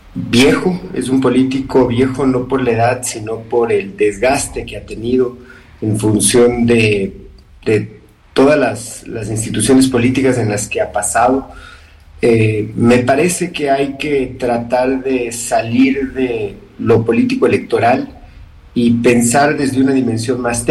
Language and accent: Spanish; Quito, Pichincha, Ecuador